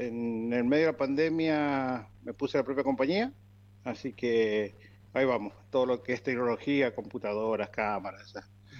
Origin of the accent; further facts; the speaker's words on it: Tupungato, Mendoza, Argentina; now in Miami, United States; Sí. De la República de Tupungato.